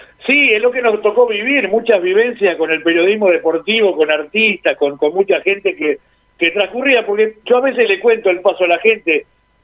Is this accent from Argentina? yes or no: yes; Villa Ballester, Buenos Aires Province, Argentina; born there; en Villa Ballester, en mi lugar, en mi pueblo